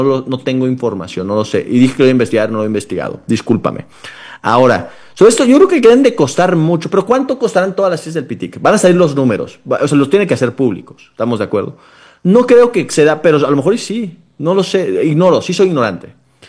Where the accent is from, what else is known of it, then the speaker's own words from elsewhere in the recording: Hermosillo, Sonora, Mexico; Yo soy de Hermosillo.